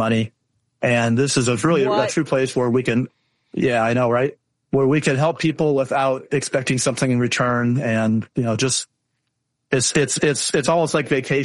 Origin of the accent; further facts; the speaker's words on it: Illinois, United States; born there; also born or lived in Michigan; Actually, I was born in Illinois. I've been kind of bounced around the country. I lived in Michigan most recently for about 25 years and made my way back to Illinois about 4 years ago